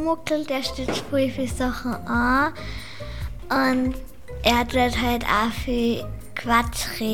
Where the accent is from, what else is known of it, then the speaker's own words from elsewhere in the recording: Ebensee, Upper Austria, Austria; Ich komme aus Ebensee und bin 8 Jahre alt.